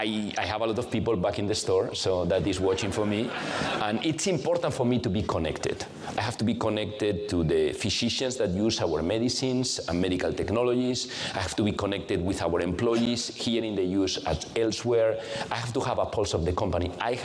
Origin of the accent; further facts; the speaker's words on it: Valencia, Valencian Community, Spain; moved away as an adult; now in United States; I spent a lot of my childhood in Valencia, my hometown, in my grandmother's pharmacy.